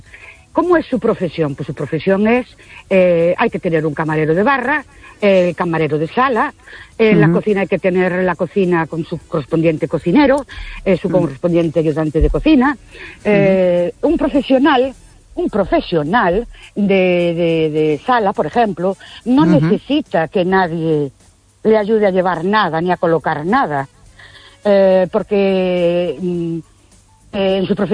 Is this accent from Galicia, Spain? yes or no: yes; Ourense, Galicia, Spain